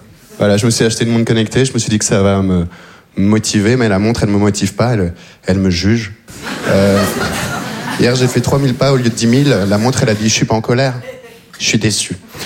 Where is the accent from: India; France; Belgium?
Belgium; born or raised there